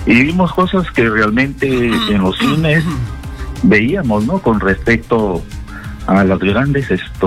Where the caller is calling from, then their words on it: northern Peru, Peru; Yo soy del norte del Perú.